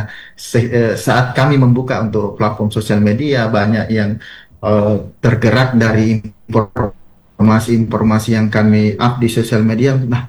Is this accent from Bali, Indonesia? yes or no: no; South Sulawesi, Indonesia; Desa kami menjadi tujuan wisata khususnya di Sulawesi Selatan saat ini.